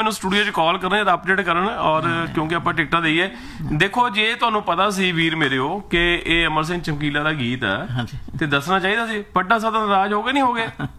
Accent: Punjab, India; moved away; ਨਾ ਸਾਡਾ ਪੰਜਾਬ ਨਾਲ ਸਾਡਾ ਪਿਆਰ ਹੈ ਕਿਉਂਕਿ ਅਸੀਂ ਉੱਥੇ ਜੰਮੇ ਪਲੇ ਹਾਂ।

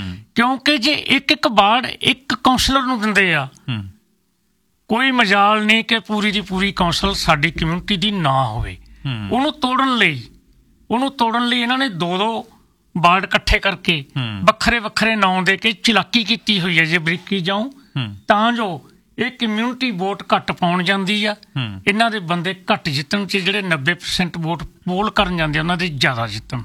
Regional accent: Punjab, India; moved away as an adult; now in Canada

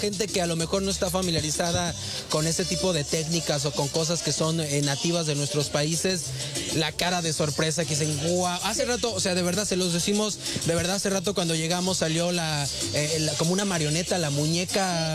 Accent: Mexico; yo como mexicano y como latinoamericano

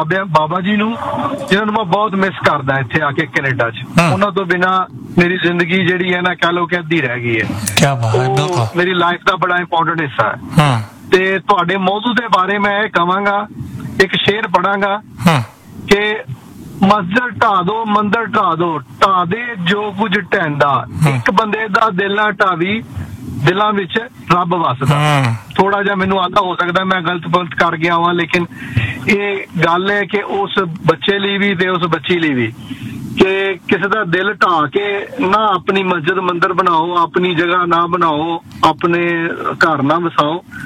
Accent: Pakistan; ਤੇ ਮੈਂ ਪਾਕਿਸਤਾਨ ਤੋਂ ਆ।

